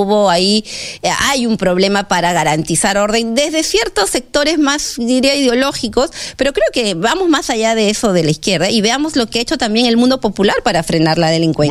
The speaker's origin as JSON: {"language": "Spanish", "country": "Peru", "said": "reconocernos como peruanos."}